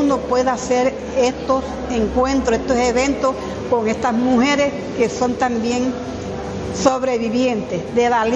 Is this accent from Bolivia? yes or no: no; Montes de María, Colombia; now in Soledad, Colombia; oriunda de los Montes de María, orgullosamente montemariana. Por circunstancias pues, del destino y del conflicto armado en Colombia, hoy me encuentro radicada en Soledad, la cual me ha acogido como una hija adoptiva.